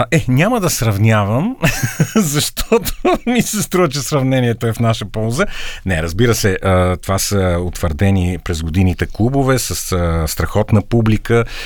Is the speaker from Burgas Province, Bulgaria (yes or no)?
no; Sofia, Sofia City, Bulgaria; И аз му казах от София